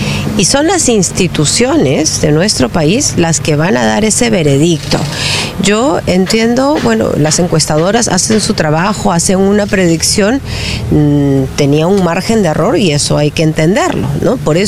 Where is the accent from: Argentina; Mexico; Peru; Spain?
Peru; nuestro país está fragmentado